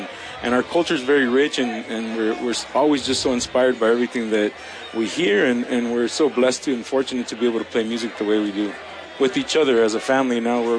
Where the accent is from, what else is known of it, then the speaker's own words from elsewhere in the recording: Los Angeles, California, United States; we grew up in Los Angeles, and there's so much diversity of communities in Los Angeles.